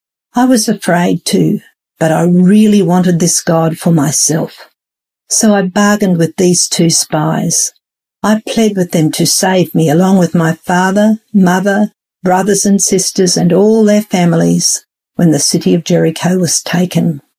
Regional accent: Brisbane, Queensland, Australia; from Brisbane

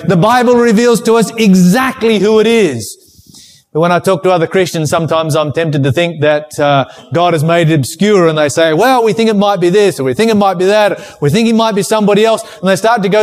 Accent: Glen Huon, Tasmania, Australia; also born or lived in Sandfly; I was a kid growing up in Glen Huon, or it might have been after I moved up to Sandfly. I can't remember which exactly.

